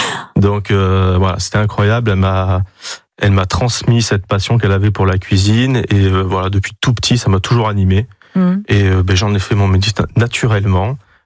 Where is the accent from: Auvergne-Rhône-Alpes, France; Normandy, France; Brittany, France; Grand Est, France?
Auvergne-Rhône-Alpes, France; now in Bordeaux, France; moi, je viens d'Ardèche à la base, ouais. je suis arrivé sur Bordeaux il y a une vingtaine d'années